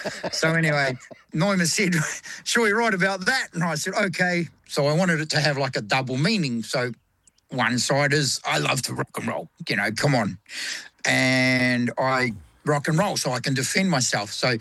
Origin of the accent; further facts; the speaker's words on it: New Zealand; me being the Kiwi boy that was brought up on rugby union